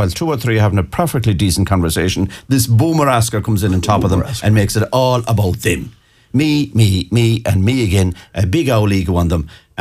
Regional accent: Ireland; And we as an Irish nation are very, very proud

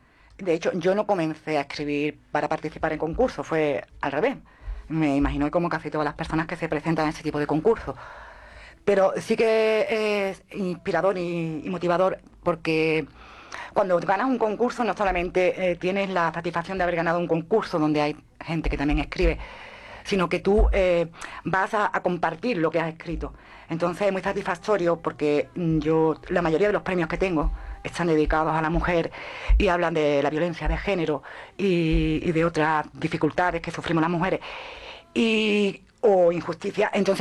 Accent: Cuevas del Becerro, Andalusia, Spain; Cuebeña, cuebeña me gusta.

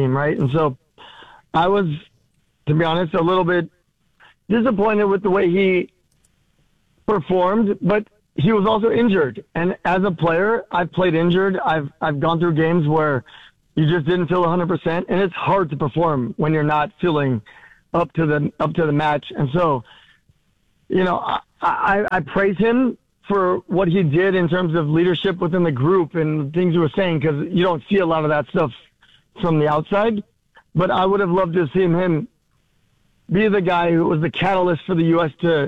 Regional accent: Los Angeles, California, United States; my hometown where I was born in L.A.

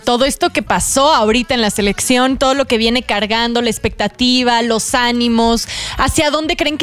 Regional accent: Mexico; Pero ¿hasta dónde nosotros como mexicanos vamos a tolerar y vamos a decir, ah, ok, bueno, están adaptándose y así?

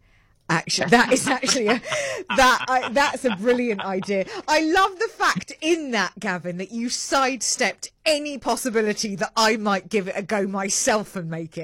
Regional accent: United Kingdom; accent: British; moved away as an adult; now in South Africa; I sound different to most of the people that we are around, although sometimes I feel like they're taking the mickey out of my British accent

